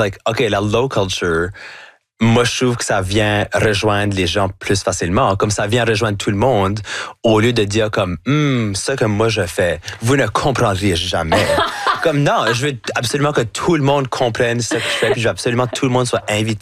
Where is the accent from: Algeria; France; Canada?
Canada; New Brunswick; accent: Chiac; faire tout ce que je fais avec mon accent, avec mon accent, avec mon chiac. Pour moi, c'est comme, ah, ben, c'est bien plus fun parce que là, tout d'un coup, je peux comme apporter l'Acadie avec moi